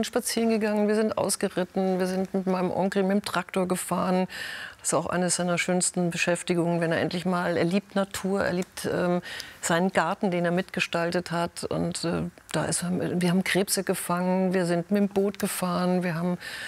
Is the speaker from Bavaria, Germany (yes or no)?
yes; Bavaria, Germany; weil meine Mutter ist ja sehr früh aus Schweden weg und hat dann meinen Vater kennengelernt. Und wir sind ja in Deutschland groß geworden.